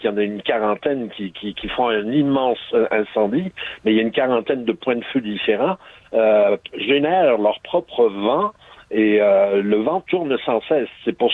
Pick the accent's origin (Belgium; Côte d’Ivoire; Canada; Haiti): Canada; Quebec; moved away as an adult; now in Bordeaux, France; chez nous, au Québec